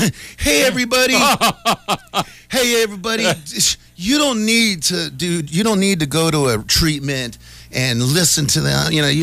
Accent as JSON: {"language": "English", "country": "United States", "said": "I'm American, baby."}